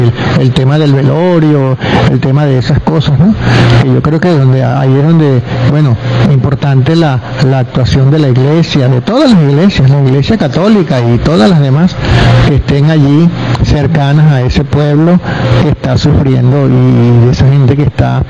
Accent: Venezuela

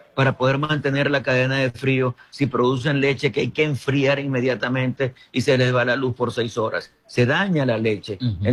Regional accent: Venezuela; yo, como cualquier venezolano

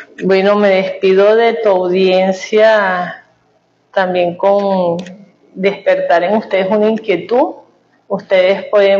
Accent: Venezuela; nosotros no tenemos también eso como venezolanos

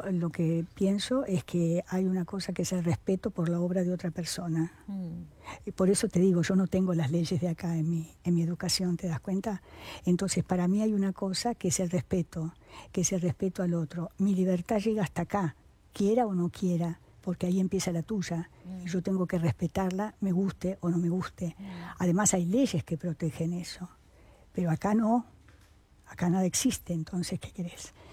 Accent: Cuba; Yo soy cubano, soy abogado, yo no.

